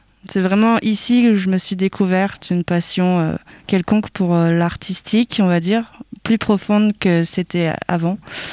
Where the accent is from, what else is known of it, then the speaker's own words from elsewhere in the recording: Réunion; moved away as an adult; now in Rennes, France; J'ai commencé sur ma terrasse à La Réunion il y a longtemps.